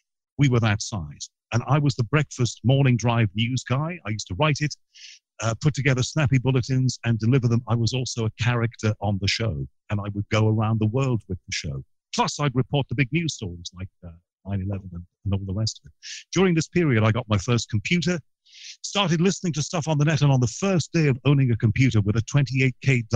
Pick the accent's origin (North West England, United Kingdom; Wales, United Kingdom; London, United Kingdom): North West England, United Kingdom; Liverpool; accent: Liverpool; In fact, I have to affect a Liverpool accent, whereas it was my Liverpool accent.